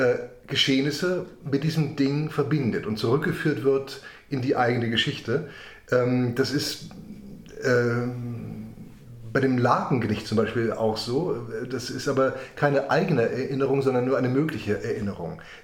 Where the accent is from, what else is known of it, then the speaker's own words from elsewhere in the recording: Berlin, Germany; Ich hatte sozusagen als Berliner Balkonbesitzer von Unkrautbekämpfung gar keine Ahnung